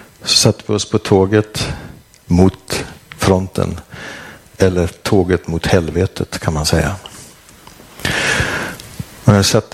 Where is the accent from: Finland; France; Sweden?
Sweden; jag är präst från Sverige.